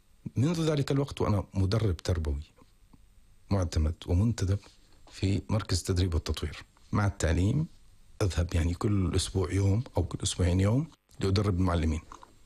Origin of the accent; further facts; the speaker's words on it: Qatar; نحن عندنا في قطر